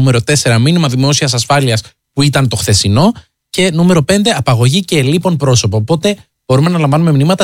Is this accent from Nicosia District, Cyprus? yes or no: no; Mesana, Paphos District, Cyprus; Μέσανα της Πάφου.